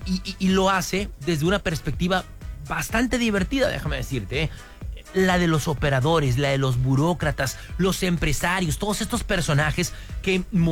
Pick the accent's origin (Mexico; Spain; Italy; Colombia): Mexico; si de algo somos expertos los mexicanos